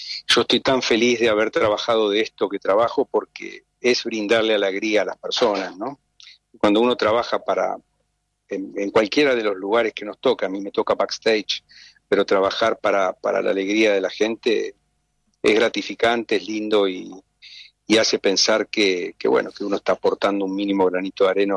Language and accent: Spanish; Argentina